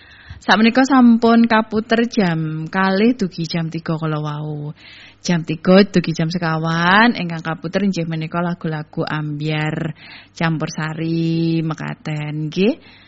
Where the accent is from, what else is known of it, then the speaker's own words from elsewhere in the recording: Palembang, South Sumatra, Indonesia; Aku wong Palembang.